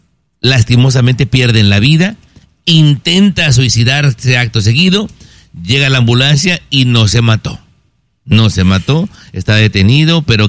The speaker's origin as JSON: {"language": "Spanish", "country": "Peru", "said": "yo, peruano"}